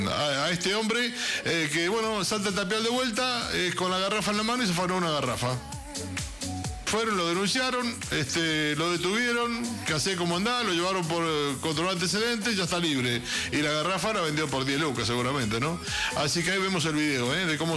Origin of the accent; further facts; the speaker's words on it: Argentina; ¿Cómo somos los argentinos, no?